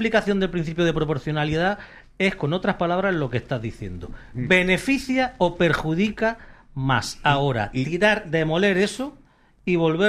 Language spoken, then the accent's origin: Spanish; Andalusia, Spain